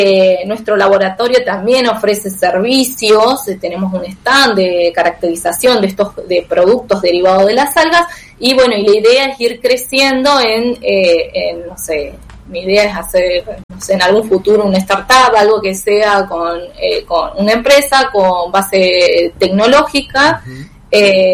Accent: Argentina; esa resiliencia que tenemos como argentinos

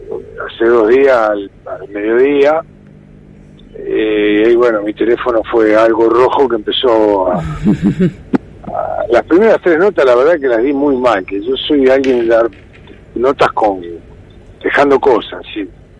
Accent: Argentina; somos argentinos.

